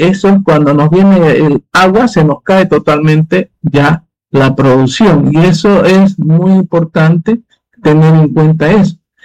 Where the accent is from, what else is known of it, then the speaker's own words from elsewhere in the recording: Bolivia; nosotros, como bolivianos, tenemos que tener en cuenta lo siguiente